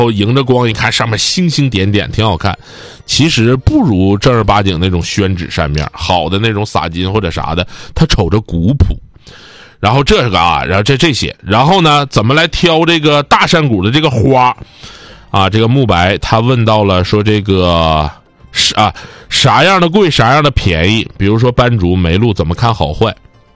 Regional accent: Northeast China, China; accent: Northeastern; 然后就是花纹模糊，我们东北话讲叫模糊

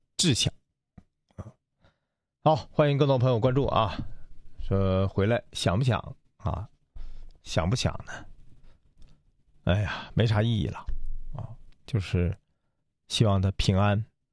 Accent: Changchun, Jilin, China; 还是喜欢我们这个长春，适合宜居。

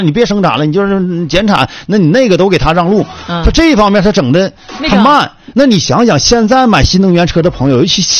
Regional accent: Northeast China, China; 所以就是作为东北人来说买小鹏现在如果要等2-3个月的话

